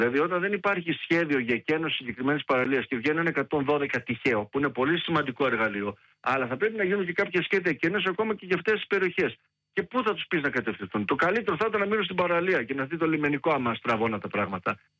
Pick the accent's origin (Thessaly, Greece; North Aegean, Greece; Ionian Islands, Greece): North Aegean, Greece; Lemnos; γιατί κατάγομαι από τη Λίμνο.